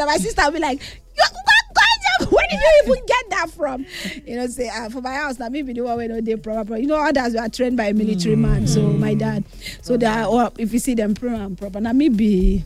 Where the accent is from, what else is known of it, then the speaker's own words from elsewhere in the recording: Lagos, Nigeria; I am a Lagosian woman.